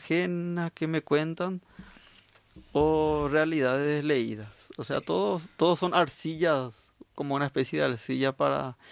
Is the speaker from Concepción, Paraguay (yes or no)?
no; Capiatá, Central, Paraguay; Capiateño, nacido y criado y aún vivo en Capiatá, en mi ciudad.